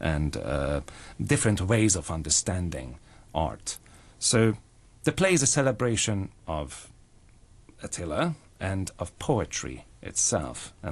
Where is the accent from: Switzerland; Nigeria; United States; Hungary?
Hungary; Budapest; English is a second language; moved away as an adult; also born or lived in London, United Kingdom; now in Hong Kong; because yes, I was born and bred in Budapest, but after my studies, I moved to London to pursue my acting career. And then 6 years ago, I moved to Hong Kong